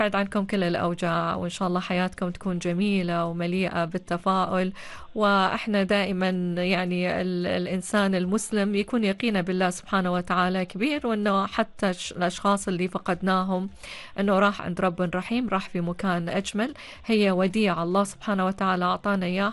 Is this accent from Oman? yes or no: yes; Oman; عندنا في سلطنة عمان